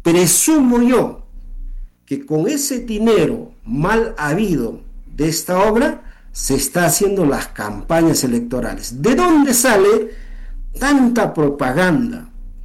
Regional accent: Acos, Ayacucho, Peru; yo soy de Acos. Soy usuario más de 10 años, yo soy comunero más de 10 años, tengo chacra

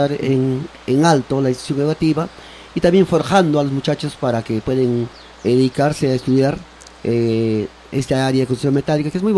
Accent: San Ramón, Junín, Peru; born there; Soy de San Ramón, nacido en San Ramón, Chachamayo.

